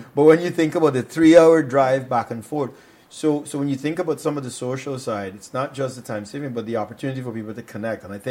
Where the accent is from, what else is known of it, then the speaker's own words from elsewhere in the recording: Guyana; I'm from the West Coast.